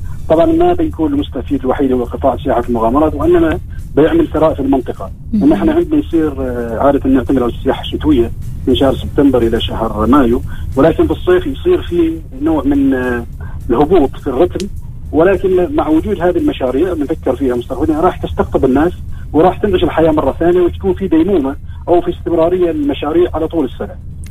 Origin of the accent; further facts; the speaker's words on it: Oman; احنا كعمانيين